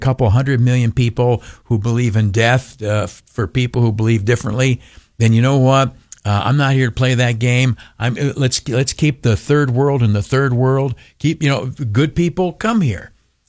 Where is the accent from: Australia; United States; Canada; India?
United States; I'm an American, okay? I care about the United States of America.